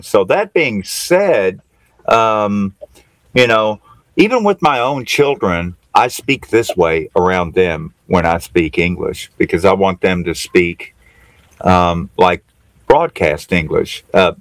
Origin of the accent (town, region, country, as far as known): Appalachia, United States; born or raised there